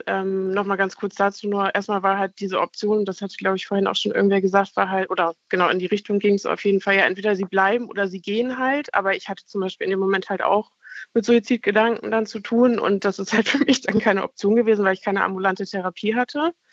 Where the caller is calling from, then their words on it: Kiel, Schleswig-Holstein, Germany; Hallo, ich rufe aus Kiel an.